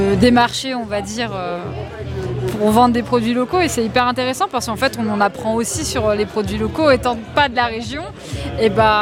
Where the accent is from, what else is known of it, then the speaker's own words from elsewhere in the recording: Aurel, Auvergne-Rhône-Alpes, France; Je suis originaire d'Aurel, mais... Voilà, maintenant je suis ici.